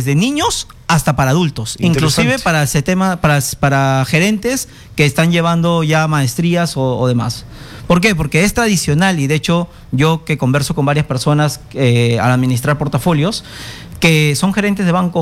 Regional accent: Lima, Peru; born there; Yo nací acá en Lima, ya yo soy tercera generación.

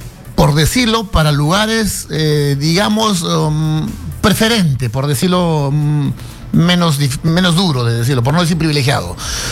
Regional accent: Lima, Peru; todos los limeños, que somos los limeños invisibles

